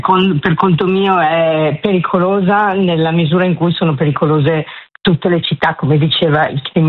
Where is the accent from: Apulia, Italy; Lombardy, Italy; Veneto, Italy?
Lombardy, Italy; Milan; Sono nata e cresciuta a Milano